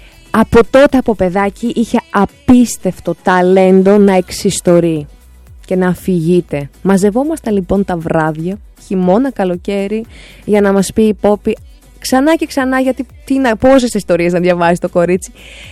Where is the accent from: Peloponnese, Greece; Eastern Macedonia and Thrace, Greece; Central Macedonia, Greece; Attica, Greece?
Attica, Greece; Keratsini; Greek is a second language; Είχαμε λοιπόν στο Κερατσίνι που μεγάλωσα, εκεί στην Δεμερτζή, είχαμε την παρέα που μαζευόμασταν πόσα 10-12 πιτσιρίκια τέλος πάντων παιδάκια. Εγώ 8 από 6 χρονών μεγάλωσα εκεί μέχρι τα 11, οπότε κάπου ενδιάμεσα που πια είχα μάθει και τα ελληνικά.